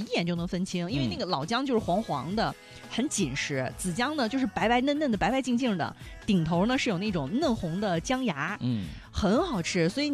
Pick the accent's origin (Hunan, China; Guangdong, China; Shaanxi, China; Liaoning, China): Hunan, China; 咱们湖南人